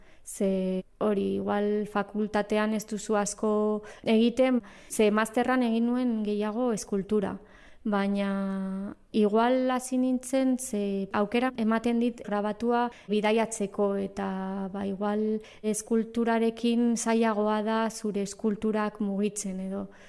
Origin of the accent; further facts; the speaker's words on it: Bilbao, Basque Country, Spain; eta Bilbotik nator